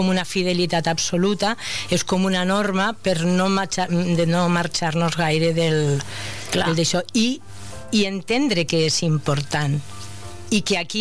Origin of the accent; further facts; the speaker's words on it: Castile, Spain; jo sóc castellana i adoro el castellà